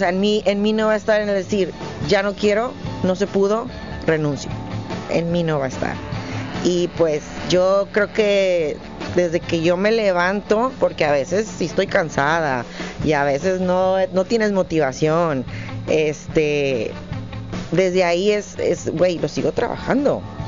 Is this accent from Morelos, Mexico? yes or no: no; Caborca, Sonora, Mexico; moved away; Nosotros somos de Caborca